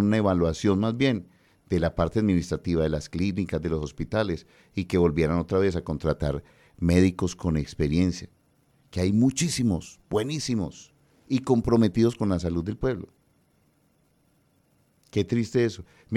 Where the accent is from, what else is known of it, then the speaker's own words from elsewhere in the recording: Medellín, Antioquia, Colombia; yo soy muy regionalista. A mí me encanta mi tierra, me encanta mi departamento de Antioquia. Y mi Medellín